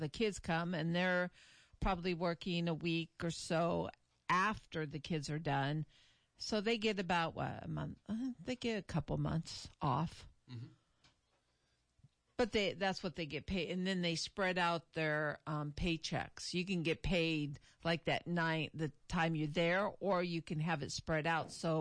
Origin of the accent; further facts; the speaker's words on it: California, United States; I grew up in California.